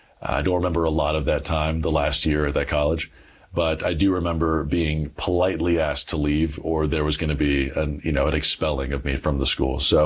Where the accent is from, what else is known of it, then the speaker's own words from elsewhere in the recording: Douglasville, Georgia, United States; Yeah, so I grew up in Metro Atlanta. I grew up in Douglasville, Georgia.